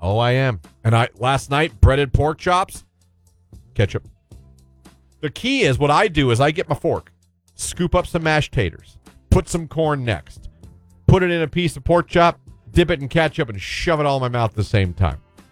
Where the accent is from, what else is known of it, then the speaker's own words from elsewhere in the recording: Alliance, Ohio, United States; I'm 59, and it was there when I was a young kid growing up in Alliance.